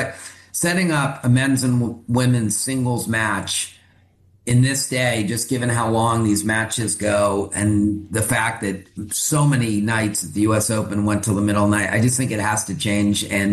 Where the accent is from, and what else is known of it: Maryland, United States; born or raised there